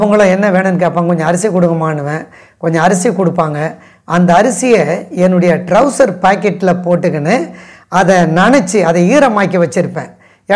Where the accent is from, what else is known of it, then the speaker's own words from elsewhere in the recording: Nedungundram, Tamil Nadu, India; also born or lived in Perumbakkam; நெடுங்குன்றம், வண்டலூர் ஜூவுக்கு பக்கத்தில் நெடுங்குன்றம் என்ற கிராமம் தான் என்னுடைய சொந்த ஊர். அந்த சொந்த ஊருக்கு நாங்கள் வந்துட்டோம். ஆனால் எங்களுடைய குடும்பம் ஒரு பாரம்பரியமான கத்தோலிக்க திருச்சபையை சார்ந்த ஒரு குடும்பம்.